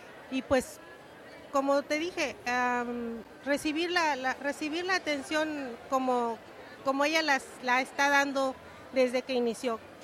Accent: Poza Rica, Veracruz, Mexico; born there; Yo soy una costarricense nacida aquí y eso es lo que todos anhelamos, que Poza Rica se vea bonita.

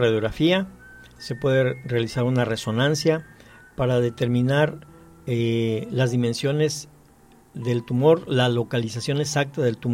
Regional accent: Poza Rica, Veracruz, Mexico; yo también soy de la Chapultepec desde nacimiento.

